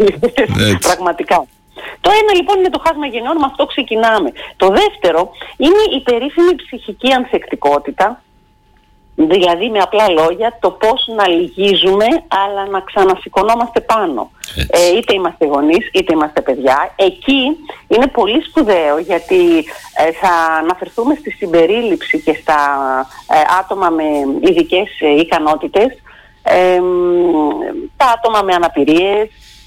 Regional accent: Athens, Attica, Greece; Ζηλεύω λίγο ως Αθηναία που γίνεται στο Ηράκλειο

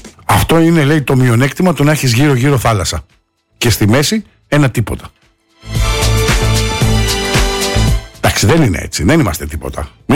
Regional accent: Greece; κατάλαβε ότι είμαστε Έλληνες.

